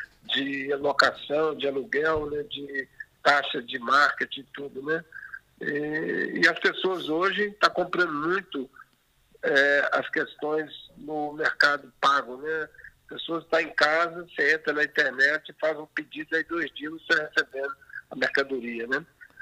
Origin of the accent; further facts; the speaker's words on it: Minas Gerais, Brazil; E dá certo, né? Como um bom mineiro acaba dando certo.